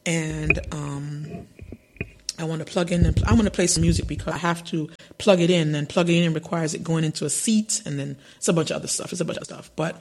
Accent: Jamaica; I am a Jamaican

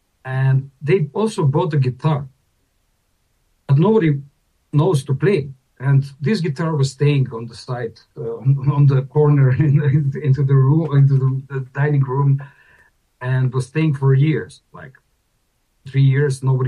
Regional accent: Kumanovo, North Macedonia; now in Skopje, North Macedonia; So now I'm currently in Ohrid at the moment, but I'm living in Skopje. And I'm from Kumanovo.

